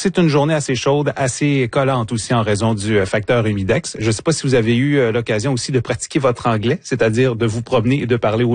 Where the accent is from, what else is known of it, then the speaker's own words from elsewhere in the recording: Shawinigan, Quebec, Canada; Je viens de Shawinigan souvent, pas dans le quartier où mes parents habitent, quand j'étais jeune, on entendait un train passer.